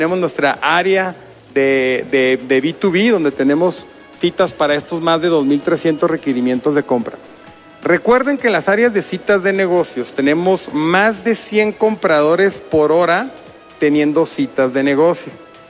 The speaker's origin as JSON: {"language": "Spanish", "region": "Chihuahua", "country": "Mexico", "accent": "Chihuahua"}